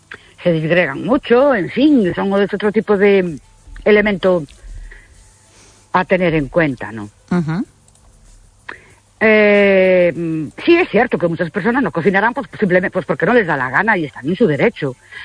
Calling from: Ourense, Galicia, Spain; de Orense

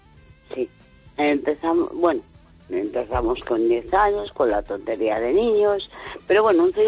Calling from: A Coruña, Galicia, Spain; de Coruña.

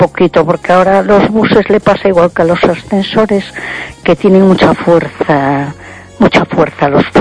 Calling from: A Coruña, Galicia, Spain

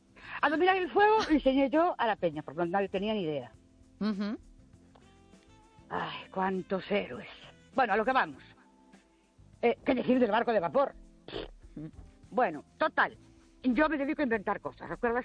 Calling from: Ourense, Galicia, Spain; Buenas noches … de Ourense.

